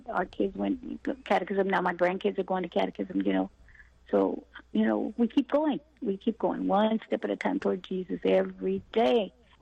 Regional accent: Texas, United States; And if I talk funny, well, I'm from Texas, sorry.

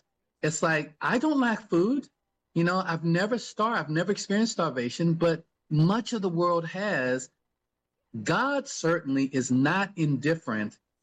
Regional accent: United States; growing up in the West, growing up in the United States

